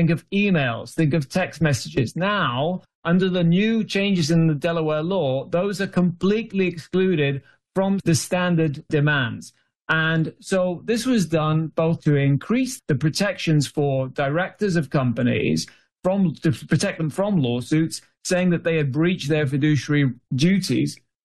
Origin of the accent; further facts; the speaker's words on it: United Kingdom; now in United States; as a Brit, you know, I'm kind of fed up of talking about Brexit